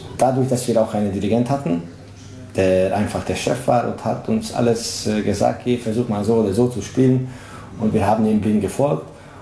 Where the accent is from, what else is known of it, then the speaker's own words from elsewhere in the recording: Mohács, Baranya, Hungary; Ich bin hier in Mohács aufgewachsen, wie nämlich 90% von der Band.